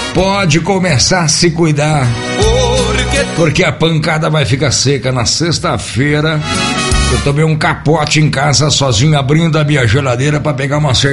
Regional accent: Santa Fé do Sul, São Paulo, Brazil; moved away; also born or lived in Santa Clara d'Oeste; O meu maior sonho é regressar à minha terra, querida. Minha Santa Fé do Sul, minha Santa Clara do Oeste

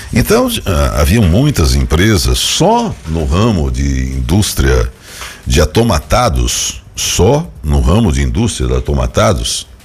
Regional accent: Taquaritinga, São Paulo, Brazil; Eu tenho 65 anos, nasci aqui, nasci em Taquaritinga, né?

